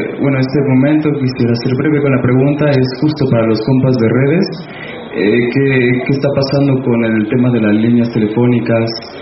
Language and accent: Spanish; Zacatepec, Morelos, Mexico